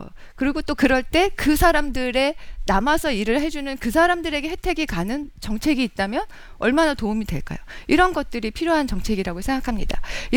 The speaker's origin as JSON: {"language": "Korean", "country": "South Korea", "tie": "born there", "said": "아 정말 여기서 태어나서 너무 다행이다"}